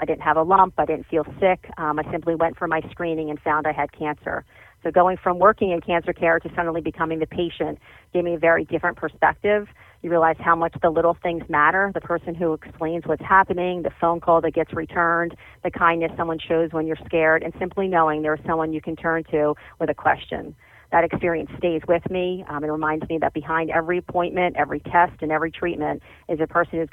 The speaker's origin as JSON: {"language": "English", "area": "Cape May County", "region": "New Jersey", "country": "United States", "tie": "born or raised there", "said": "I am the Director of Oncology at the Atlanticare Cancer Care Institute. Born and raised in Cape May County"}